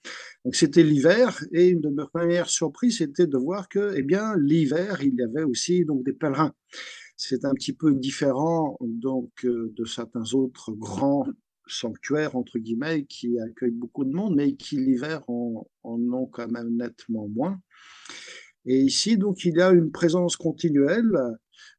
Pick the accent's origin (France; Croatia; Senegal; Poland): France; de parents issus de ce pays qu'est la Bosnie-Herzégovine, où se trouve Medjugorje. Je suis né, j'ai grandi en France, mais chaque année, j'allais passer l'été donc, avec ma famille.